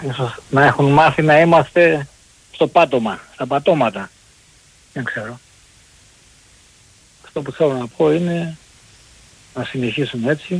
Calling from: Melissia, Attica, Greece; από τα Μελίσια.

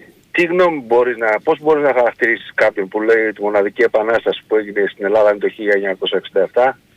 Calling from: London, United Kingdom; από Λονδίνο.

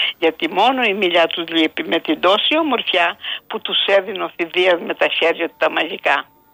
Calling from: Greece; Εγώ σαν Ελληνίδα

